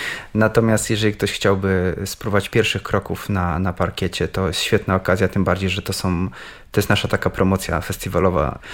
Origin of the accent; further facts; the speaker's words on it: Łódź, Łódź Voivodeship, Poland; jeśli chodzi o propagowanie tanga i pierwsze kroki jako łodzianin, to rzeczywiście to był 2002 rok.